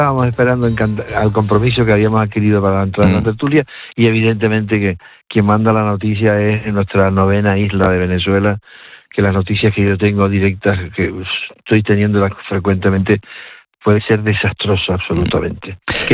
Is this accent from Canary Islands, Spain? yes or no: yes; Canary Islands, Spain; tal como somos nosotros los canarios.